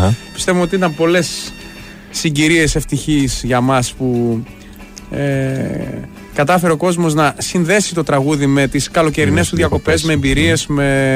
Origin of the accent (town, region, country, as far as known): Thessaloniki, Central Macedonia, Greece; born or raised there; also born or lived in Paris, France